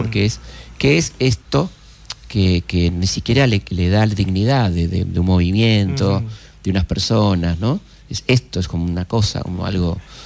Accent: Argentina

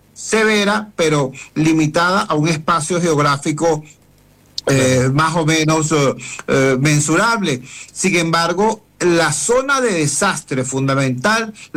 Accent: Venezuela; now in Caracas, Venezuela

